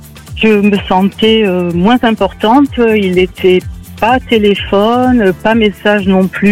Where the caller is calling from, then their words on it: Occitanie, France; J'appelle de la région d'Occitanie.